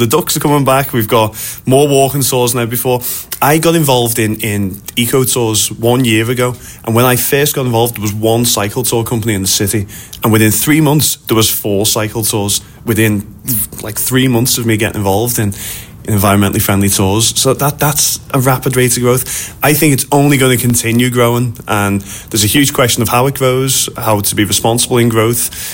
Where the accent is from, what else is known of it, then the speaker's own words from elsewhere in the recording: Liverpool, North West England, United Kingdom; But for me, I'm a lad from Liverpool, County Road, raised, you know.